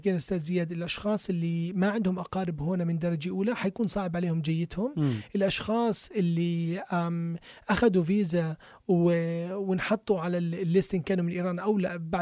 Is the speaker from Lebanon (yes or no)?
yes; Lebanon; now in Australia; فلما أنا أجي من لبنان